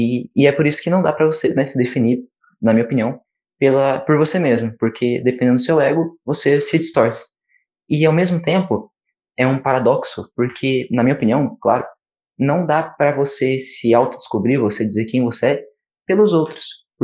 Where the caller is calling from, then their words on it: São Paulo, Brazil; eu sou do interior de São Paulo, moro em Itaiúba, sou estudante da ETEC de Bebedouro, primeiro ano